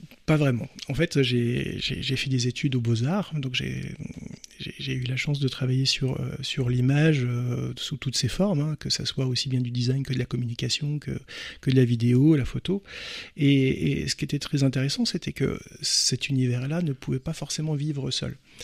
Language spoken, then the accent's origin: French; Nancy, Grand Est, France; moved away as an adult; also born or lived in Paris; Moi, je suis originaire de Nancy.